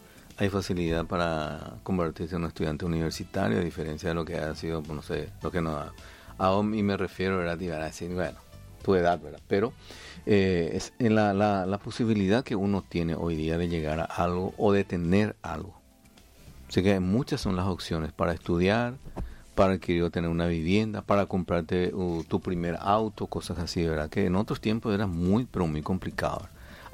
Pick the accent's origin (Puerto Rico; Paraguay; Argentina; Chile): Paraguay; somos los paraguayos